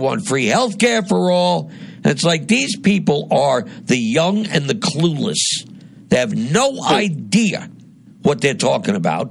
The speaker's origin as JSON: {"language": "English", "region": "New Jersey", "country": "United States", "tie": "born or raised there", "moved": "yes", "lives_now": "northeastern Pennsylvania, United States", "said": "my home state in New Jersey"}